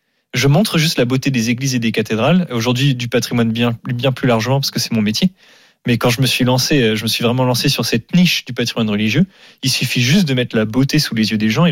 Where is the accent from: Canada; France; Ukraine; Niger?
France; Pays de la Loire; now in Paris, France; moi je suis parisien de circonstance depuis plusieurs années. Mais je suis vendéen d'origine